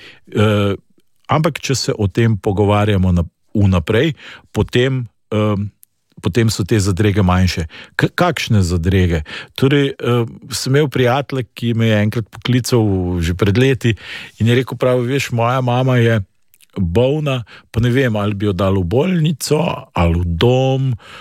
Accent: Lower Carniola, Slovenia; jaz prihajam z Dolenjske

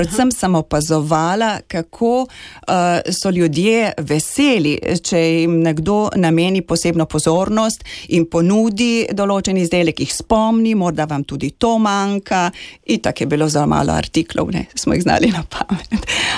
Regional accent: Anhovo, Gorizia, Slovenia; moved away; also born or lived in Postojna / Marijino Celje; potem smo pa živeli dobrih 14 let ob cementarni v Anhovem

